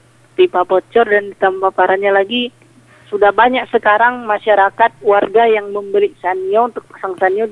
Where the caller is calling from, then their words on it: North Sumatra, Indonesia; di kampung kami ini di Pondok Saro, tepatnya di Kelurahan Sibulan Indah